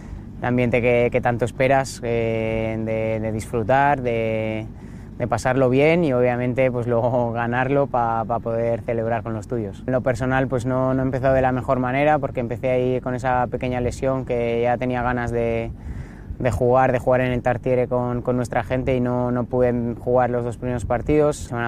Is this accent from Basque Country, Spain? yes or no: yes; San Sebastián, Basque Country, Spain; Yo soy de San Sebastián, he pasado por Cantabria, ahora vengo a Asturias